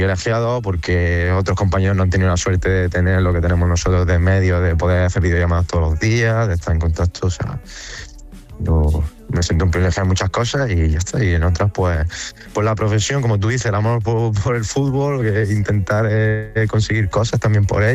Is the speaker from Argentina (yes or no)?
no; Spain; Hay cinco, somos cinco españoles en el cuerpo técnico también